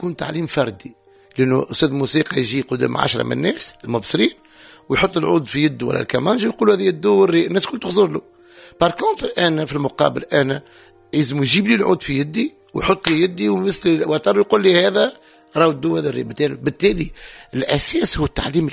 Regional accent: Tunisia

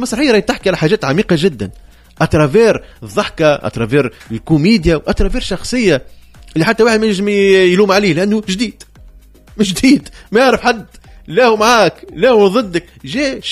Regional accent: Tunisia; وهذا صاير عندنا في تونس الداخل

